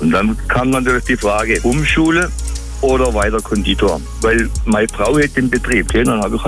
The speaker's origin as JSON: {"language": "German", "town": "Pfaffenweiler", "region": "Baden-Württemberg", "country": "Germany", "tie": "born or raised there", "said": "Ich bin gebürtig aus Pfaffenweiler"}